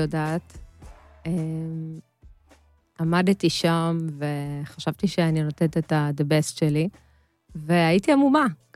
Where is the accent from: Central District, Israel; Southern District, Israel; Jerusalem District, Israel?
Jerusalem District, Israel; Jerusalem; now in Tel Aviv, Israel; אני גדלתי בירושלים, בשכונת קטמונים, בדירת שיקונים